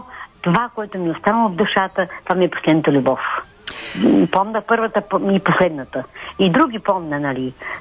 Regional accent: Plovdiv, Plovdiv Province, Bulgaria

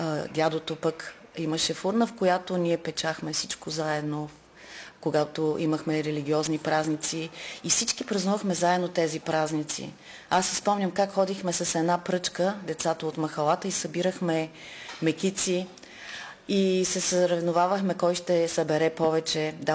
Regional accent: Kardzhali, Kardzhali Province, Bulgaria; Преди всичко аз съм тук като кърджалийка. Кърджалийка изпълнена с желанието да даде един естествен пример на тези деца

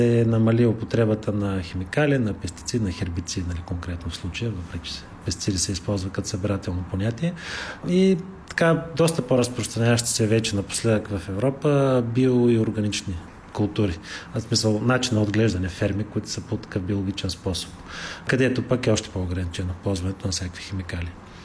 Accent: Gabrovo Province, Bulgaria; Ние сме от Габрово, между другото

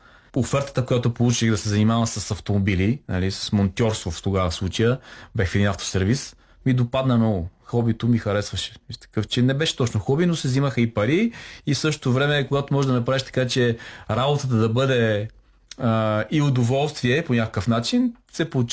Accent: Blagoevgrad, Blagoevgrad Province, Bulgaria; born there; moved away; also born or lived in Slovakia; съм от Благоевград

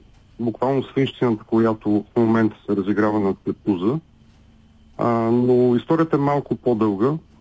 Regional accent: Velingrad, Pazardzhik Province, Bulgaria; Местните власти в Велинград, откъдето съм и аз всъщност, аз съм преди всичко гражданин и жител на Велинград

